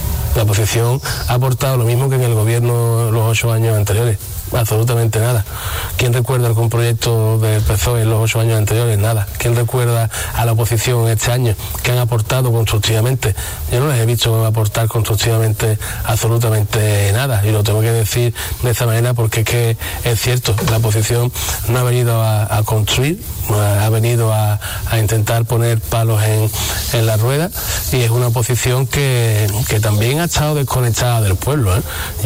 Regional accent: Arcos de la Frontera, Andalusia, Spain; creo en mi pueblo

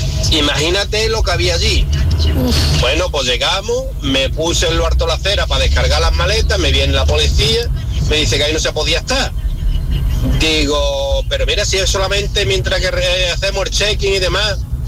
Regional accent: Huelva, Andalusia, Spain; now in Málaga, Spain; Y como vivo en Málaga y soy de Huelva, ¿dónde voy a ir yo de vacaciones?

